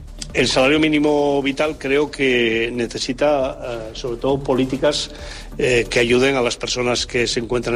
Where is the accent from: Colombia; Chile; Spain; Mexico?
Spain; Somos más los españoles que accedemos al mínimo vital que extranjeros.